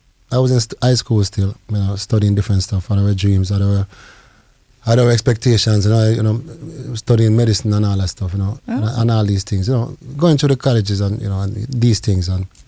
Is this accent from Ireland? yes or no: no; Jamaica; now in United States; Because when I came from Jamaica, I left and went straight into the ghetto.